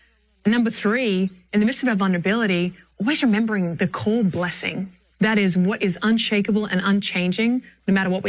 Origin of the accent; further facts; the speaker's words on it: Australia; You know, I grew up in Australia, as you've figured out by now.